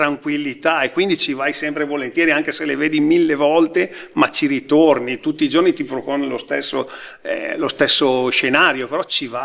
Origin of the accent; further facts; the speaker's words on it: Trigolo, Lombardy, Italy; Io vengo da Trigolo, zona dove comunque l'irrigazione antica a scorrimento è quella più famosa.